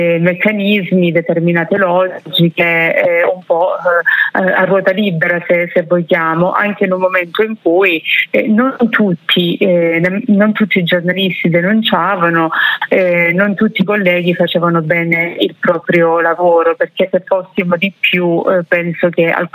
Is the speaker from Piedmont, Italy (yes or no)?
no; Cinquefrondi, Calabria, Italy; lei viveva a Laureana di Borrello e io sono di Cinque Pronti, quindi parliamo di 10 chilometri di distanza